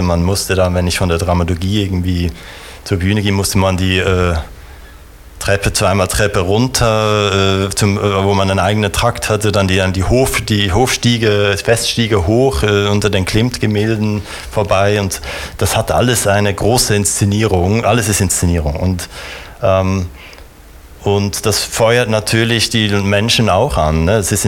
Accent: Switzerland; Also ich bin Schweizer

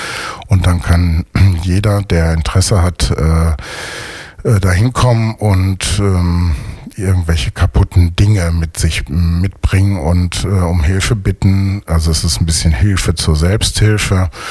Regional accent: North Rhine-Westphalia, Germany; born or raised there

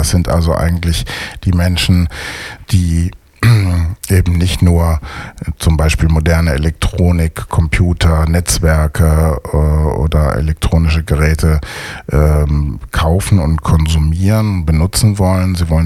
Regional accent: North Rhine-Westphalia, Germany; now in Düsseldorf, Germany; In meiner Heimatstadt im Ostwestfalen, da gibt es eine Schule, in der das regelmäßig stattfindet.

